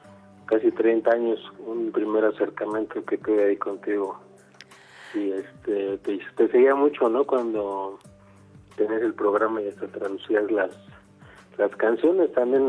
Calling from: Mexico City, Mexico; te escucho desde la Ciudad de México, aquí en el cerca del aeropuerto de la Ciudad de México.

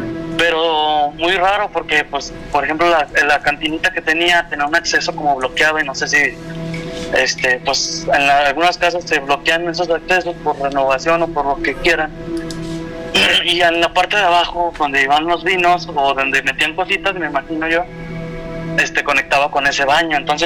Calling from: Aguascalientes, Mexico; Desde Aguascalientes. Aguascalientes

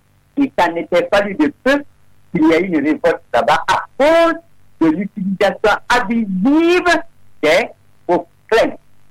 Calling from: Conakry, Guinea; chez moi, à Wanigara

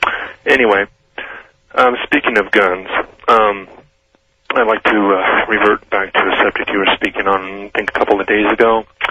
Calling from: Sacramento, California, United States; I'm from Sacramento.

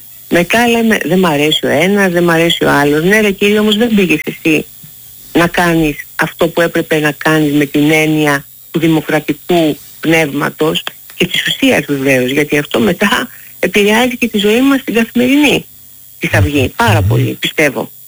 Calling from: Athens, Attica, Greece; Δεν είμαι όμως από Καρπενήσι. Είμαι εδώ εντός Αθηνών.

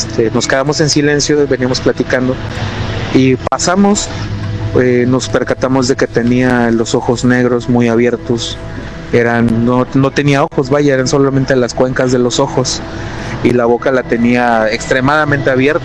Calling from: Chilpancingo, Guerrero, Mexico; aquí de Chilpancingo, Guerrero, de donde les mando el audio.

